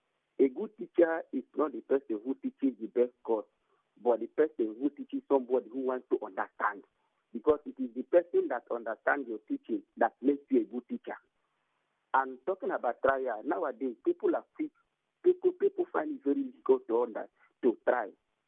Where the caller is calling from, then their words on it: Omudioga, Rivers, Nigeria; I'm calling from Omudioga.